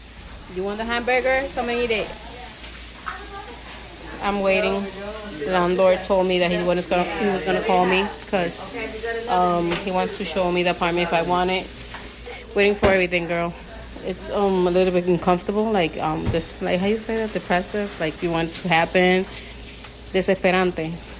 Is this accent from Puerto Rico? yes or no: yes; Puerto Rico; moved away; I'm 30 years old and I'm from Puerto Rico. I left Puerto Rico because I had a situation with domestic violence.